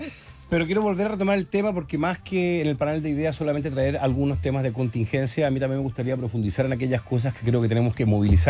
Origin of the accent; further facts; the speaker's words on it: Osorno, Los Lagos, Chile; Somos del sur, somos de Osorno.